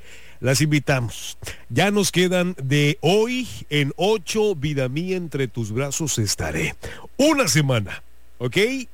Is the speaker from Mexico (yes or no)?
yes; San Blas, Mexico; moved away; En mi querido San Blas, que yo siempre he dicho con mucho amor, mi ranchito hermoso.